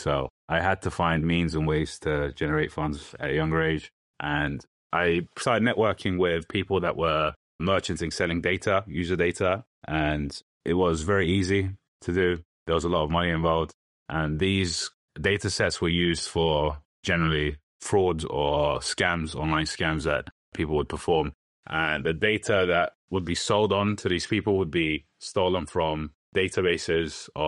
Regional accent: London, United Kingdom; I'm Turkish. I grew up in London.

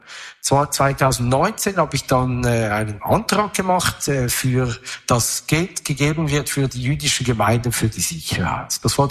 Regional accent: Zurich, Switzerland; Ich bin, wie gesagt, in Oerlikon aufgewachsen in der Blütezeit. Ich bin aufgewachsen und hatte keine Probleme mit Antisemitismus. In Oerlikon ist kein Ort, wo viele Juden leben, eigentlich überhaupt keine.

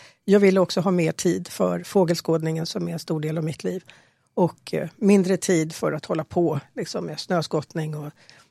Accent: Stockholm County, Sweden; also born or lived in Värmdö; now in Tyresö, Sweden; Men jag är uppvuxen på Södertörn.

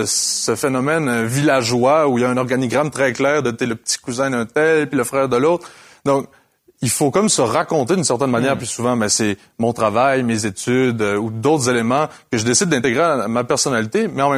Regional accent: Quebec, Canada; Moi, je viens de la Beauce, puis ça me prend toujours trois phrases à peu près pour le plugger, justement, donc je me raconte comme ça.

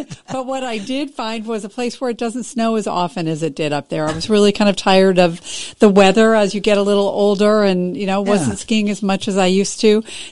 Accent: Chicago, Illinois, United States; born there; I was born in Chicago, Illinois, so I'm a Midwesterner.

